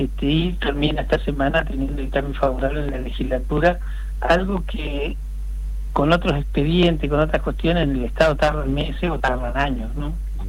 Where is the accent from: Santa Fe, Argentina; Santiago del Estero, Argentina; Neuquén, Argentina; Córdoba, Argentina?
Neuquén, Argentina; Sí, la verdad es que nosotros somos neuquinos.